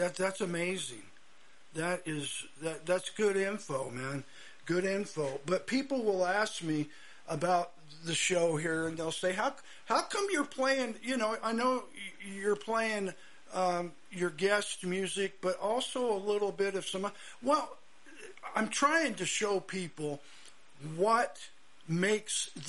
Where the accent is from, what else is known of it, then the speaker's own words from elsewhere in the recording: Seymour, Indiana, United States; I grew up in the Seymour First Church of the Nazarene